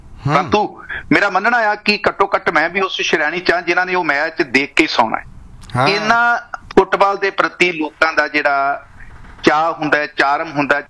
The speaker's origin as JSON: {"language": "Punjabi", "area": "Hoshiarpur district", "region": "Punjab", "country": "India", "said": "ਮੈਂ ਹੁਸ਼ਿਆਰਪੁਰ ਜ਼ਿਲ੍ਹੇ ਨਾਲ ਸੰਬੰਧ ਰੱਖਦਾ"}